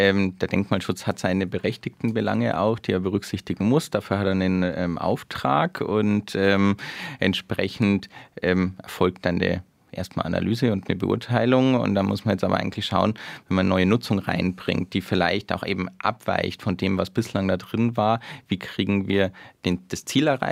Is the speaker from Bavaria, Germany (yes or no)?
yes; Ingolstadt, Bavaria, Germany; aus meiner Heimatstadt, aus Ingolstadt, wo ja auch in der alten Stadtmauer gewohnt wird.